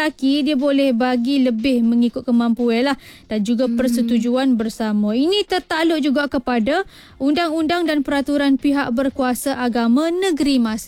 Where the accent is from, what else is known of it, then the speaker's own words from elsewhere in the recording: Sabah, Malaysia; saya membesar di Sabah.